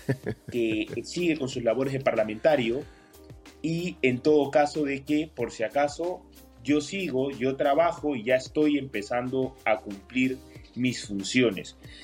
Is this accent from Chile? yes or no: no; Peru; No, yo soy peruano. Ah, yo soy de aquí, de Perú.